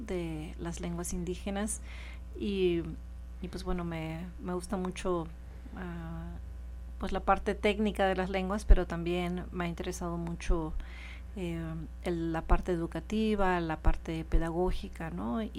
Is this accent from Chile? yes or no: no; Oaxaca, Mexico; first language Chatino; Spanish is a second language; mi mamá no hablaba español y eso hace que de una manera pues bueno, todo nuestra experiencia en la casa pues fuera en chatino, aunque viviéramos en la ciudad de Oaxaca.